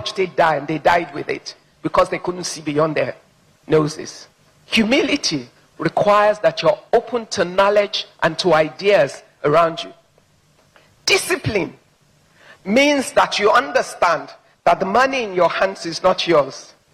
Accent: Ibadan, Oyo, Nigeria; I'm not from Ijebu, by the way. I'm an Ibadan girl married to an Ondo man born of a Cameroonian mother. So I have no link with Ijebu.

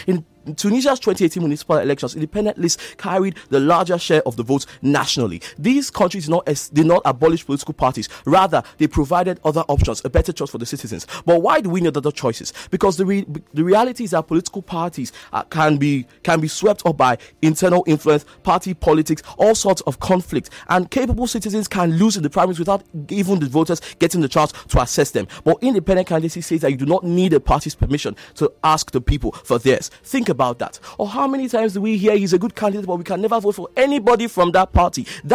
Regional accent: Nigeria; My home country, Nigeria

